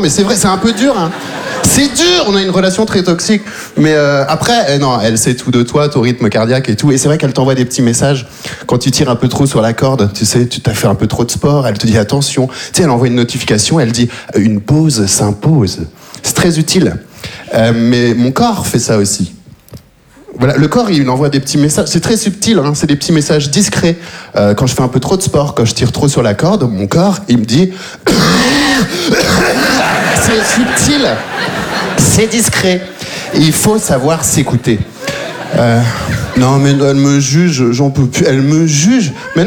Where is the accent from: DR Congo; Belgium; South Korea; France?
Belgium; born or raised there